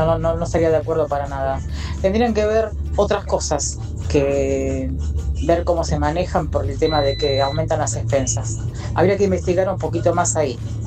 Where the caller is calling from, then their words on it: Morón, Buenos Aires Province, Argentina; de Morón.